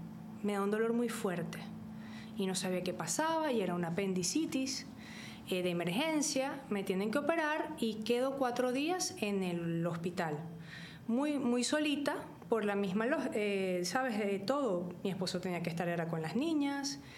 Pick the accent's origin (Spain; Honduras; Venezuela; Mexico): Venezuela; Barquisimeto, Lara; de una familia católica, mamá y papá, y dos hermanas, somos tres en total, somos venezolanos de la ciudad de Barquisimeto.